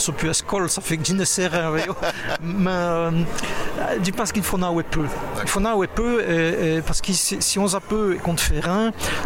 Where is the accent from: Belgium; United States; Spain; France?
Belgium; Namur, Wallonia; born there; J'ai venu au monde à Namur.